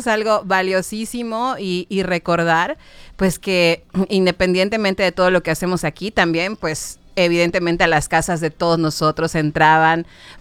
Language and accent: Spanish; Yucatán, Mexico; pues todos los que somos yucatecos, o los que de alguna manera tenemos conexión con Yucatán y con el sureste del país, hemos crecido con esto.